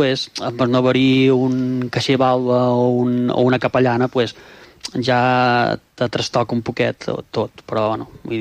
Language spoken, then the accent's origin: Catalan; Maó, Balearic Islands, Spain; jo som de Mo